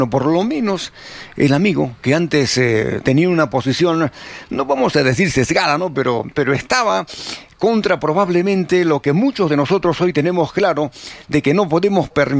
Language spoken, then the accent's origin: Spanish; Arequipa, Peru; nosotros como arequipeños